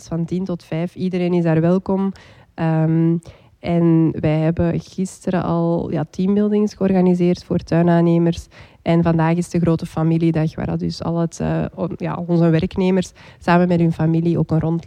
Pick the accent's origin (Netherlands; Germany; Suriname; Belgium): Belgium; Puurs-Sint-Amands, Flanders; wij zijn afkomstig uit Antwerpen, het Lippeloze.